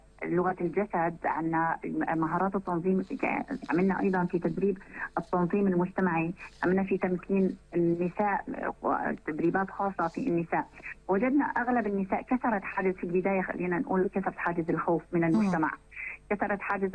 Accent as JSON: {"language": "Arabic", "country": "Syria", "said": "وكمجتمع محلي قدرنا فورا أن نستطيع أن ننصهر جميعا في منطقة واحدة وأننا سوريون."}